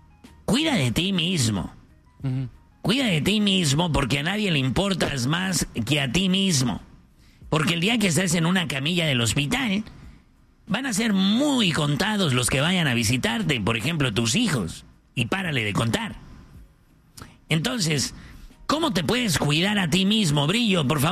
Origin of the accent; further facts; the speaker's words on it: Ciudad Obregón, Sonora, Mexico; born there; Soy nacido en Obregón, Sonora.